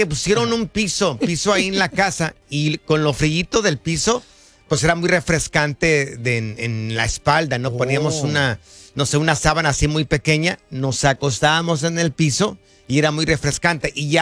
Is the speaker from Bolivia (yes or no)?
no; Jalisco, Mexico; No, yo no soy de Culiacán, soy del estado de Jalisco.